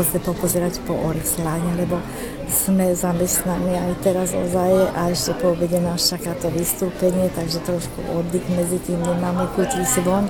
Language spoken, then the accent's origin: Slovak; Šaľa, Nitra Region, Slovakia; som zo Šale, som vedúca tohto spevokolu … bývalá učiteľka na klavír.